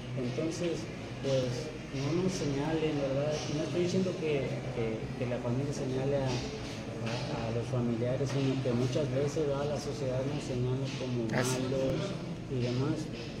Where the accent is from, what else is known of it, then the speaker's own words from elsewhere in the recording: Tabasco, Mexico; relativamente están muy cerca de aquí, yo no conozco, pues yo vengo de Tabasco.